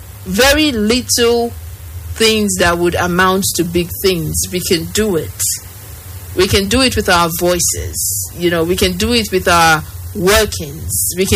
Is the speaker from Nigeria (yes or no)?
yes; Nigeria; why, as the Nigerian public, people who, you know, digest social media and enjoy social media, why have we decided that we would allow ourselves to be distracted from the things that matter?